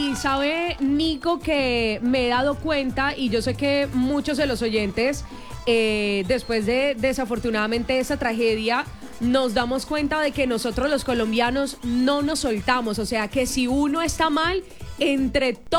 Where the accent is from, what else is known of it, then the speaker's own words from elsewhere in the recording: Colombia; es que nosotros como colombianos definitivamente somos berracos, somos echados para adelante